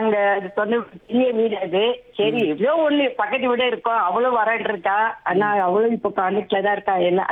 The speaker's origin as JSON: {"language": "Tamil", "town": "Kayapuram", "region": "Tamil Nadu", "country": "India", "tie": "born or raised there", "lives_now": "Maraimalai Nagar, India", "said": "அதாவது நாங்க பிறந்து வளர்ந்தது காயபுரம் சார். அங்க நான் எங்க சொந்த வீடு விட்டுட்டு இப்படி இங்க வந்துட்டு மறைமலை நகர் வந்துட்டோம்."}